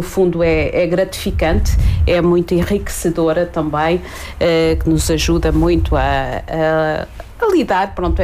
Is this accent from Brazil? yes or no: no; Coja, Coimbra, Portugal; also born or lived in Lisbon; Mas sempre me identifiquei como sendo cojense, na medida em que só fui lá nascer, portanto sou verdadeiramente coja. Nasci, fiz lá a minha escola primária